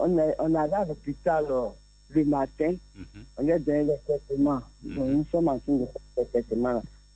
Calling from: Abidjan, Côte d’Ivoire; Je suis à Djamé.

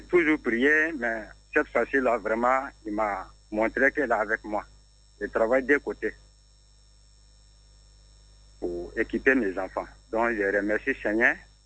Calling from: Abidjan, Côte d’Ivoire; Je suis au Deux Plateaux.

